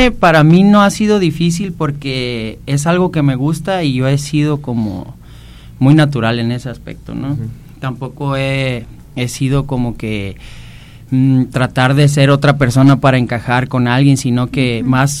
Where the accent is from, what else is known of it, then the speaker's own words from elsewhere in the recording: Jalisco, Mexico; donde yo soy, de ahí de Jalisco